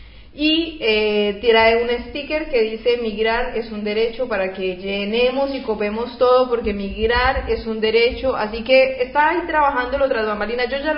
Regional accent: Colombia; vine de viaje acá a Argentina, pero soy colombiano, soy de no sé qué

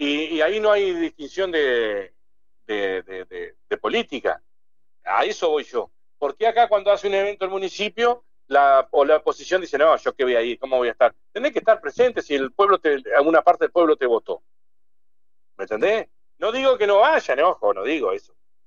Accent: Diamante, Entre Ríos, Argentina; born there; Yo nací acá en Diamante y siempre decía, me quiero morir acá, pero hoy la estoy pensando a mis 53 años de irme de Diamante.

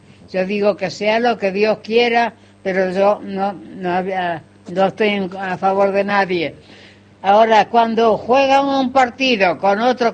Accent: Nueva Galia, San Luis, Argentina; moved away; Mi querido pueblito, que lo adoro, porque yo nací ahí, me crié ahí todo. Yo tengo familiares en Nueva Galia

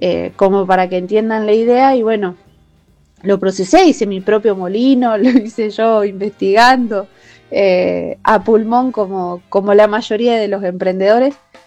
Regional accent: Santa Fe, Argentina; born there; now in Cañada Seca, Argentina; soy de Cañada Seca, nacida en Santa Fe, hace un poco más de 3 años estoy viviendo acá, en Cañada Seca, en un lugar súper rural, súper lindo.

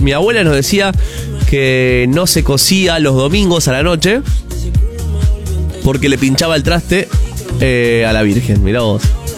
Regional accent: Argentina; somos bien argentinos y le pusimos pecho a las balas.

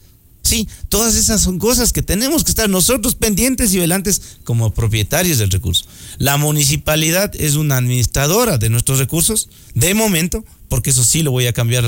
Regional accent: Río Negro, Tungurahua, Ecuador; soy de Río Negro

